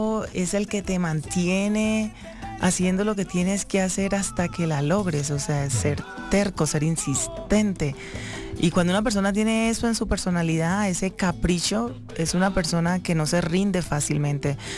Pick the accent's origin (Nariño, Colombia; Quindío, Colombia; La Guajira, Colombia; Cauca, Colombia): Cauca, Colombia; Timbiquí; also born or lived in Cali; now in Bogotá, Colombia; Mira, yo vengo de Timbiquí, un pueblo que queda bien retirado, en la mitad de la selva, alrededor de un río. Llego a Cali, le meto capricho a mi carrera, licenciada de arte dramático, le meto capricho a la vida, me voy a Bogotá